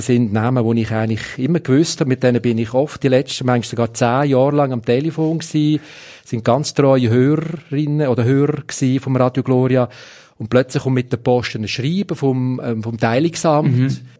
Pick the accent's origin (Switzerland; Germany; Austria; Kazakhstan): Switzerland; wir als Schweizer, unsere Gesellschaft